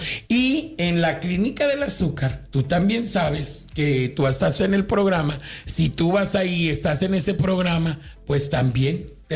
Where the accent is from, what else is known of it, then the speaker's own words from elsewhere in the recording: San Antonio, Texas, United States; nos emocionó porque somos de San Antonio, porque somos de esta tierra.